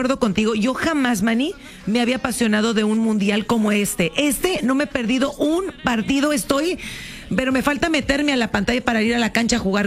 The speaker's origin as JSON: {"language": "Spanish", "country": "Mexico", "said": "mi México hermoso"}